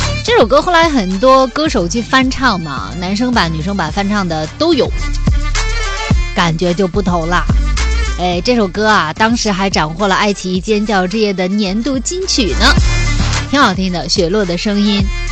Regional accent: Henan, China; now in Hainan, China; 在我们河南老家

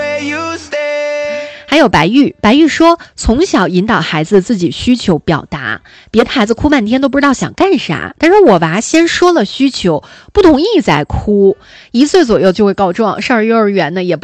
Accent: Northeast China, China; moved away; 因为我是东北的嘛

